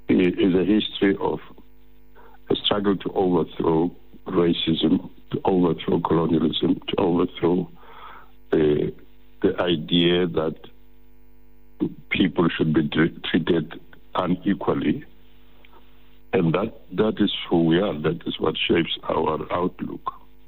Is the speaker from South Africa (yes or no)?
yes; South Africa